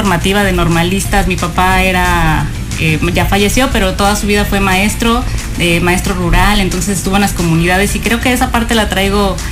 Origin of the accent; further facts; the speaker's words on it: Puebla, Mexico; yo soy de Puebla, la ciudad o la cultura y la sociedad poblana es un poco más conservadora y más tradicional.